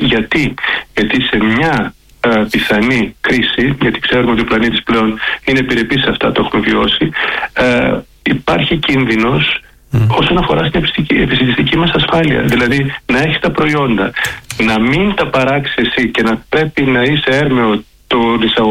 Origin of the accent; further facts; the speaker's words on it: Thessaloniki, Central Macedonia, Greece; εγώ που κατάγομαι από τη Θεσσαλονίκη, γεννήθηκε και μεγάλωσα εκεί